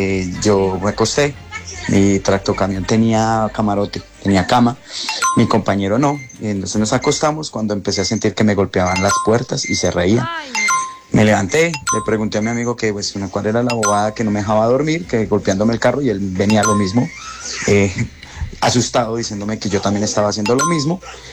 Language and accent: Spanish; Colombia; Yo soy camionero de Colombia, tanquero.